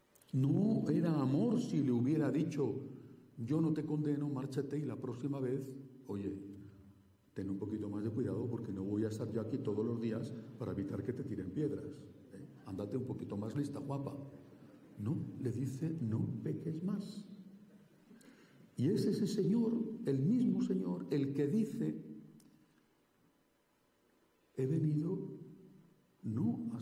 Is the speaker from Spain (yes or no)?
yes; Castile, Spain; en los pueblos, sobre todo de mi tierra, de Castilla